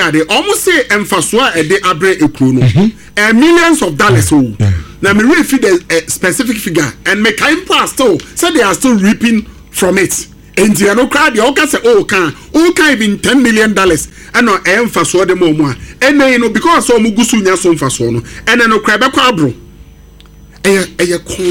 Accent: Ghana; Emma, we are disappointed as a Ghanaian.

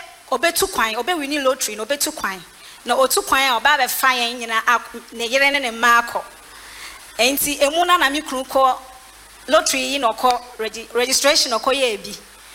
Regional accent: Greater Accra, Ghana; I'm from Community 8.

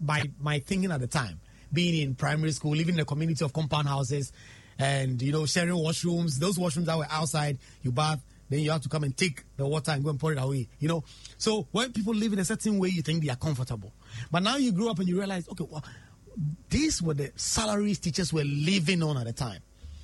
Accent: Nangese, Eastern Region, Ghana; I grew up in Nangese. It's a community around Suhum and Koforidua. In fact, it's in the middle of Suhum and Koforidua. The regional capital is Koforidua, Eastern Regional Capital, Koforidua.

